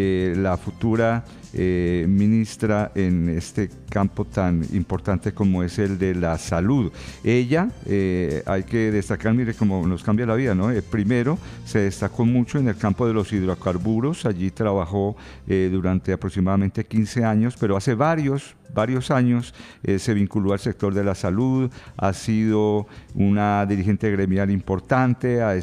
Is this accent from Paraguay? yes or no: no; Colombia; me interesa como colombiano, como ciudadano del común